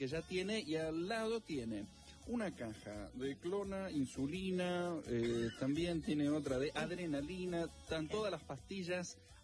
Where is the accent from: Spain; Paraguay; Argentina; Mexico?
Argentina; Bahía Blanca, Buenos Aires Province